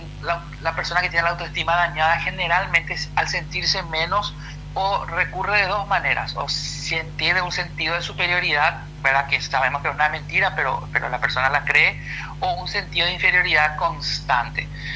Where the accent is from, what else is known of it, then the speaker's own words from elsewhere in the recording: Paraguay; nosotros como paraguayos somos muy de la cultura del sí, sí